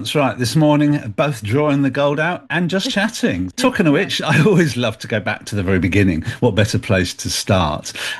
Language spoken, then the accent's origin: English; Bath, South West England, United Kingdom; born there; I can vouch for that because I was born in Bath.